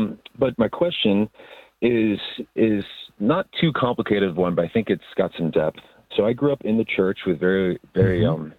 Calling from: South Dakota, United States; Well, I'm actually calling from South Dakota

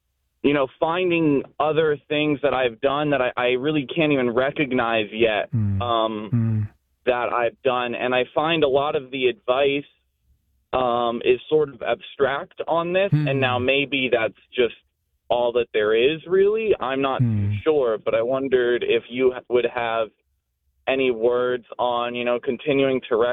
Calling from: New Jersey, United States; I'm calling from New Jersey.

